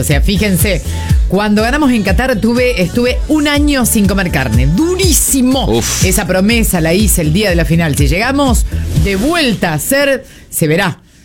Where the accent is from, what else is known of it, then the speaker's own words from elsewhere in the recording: San Nicolás, Buenos Aires Province, Argentina; Hola chicos, soy de San Nicolás.